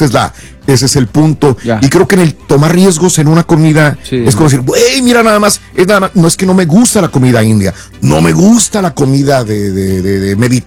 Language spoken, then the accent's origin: Spanish; Mexico; Soy mexicano.